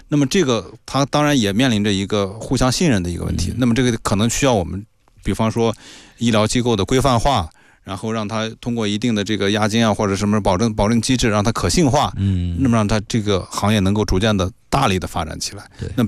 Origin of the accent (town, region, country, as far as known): China